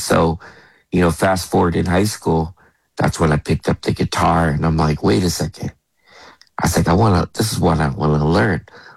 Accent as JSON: {"language": "English", "town": "Berkeley", "region": "California", "country": "United States", "tie": "born or raised there", "said": "You know, I always say that I was born and raised in the island of Berkeley, California. And it's truly an island. But my parents came from Hawaii."}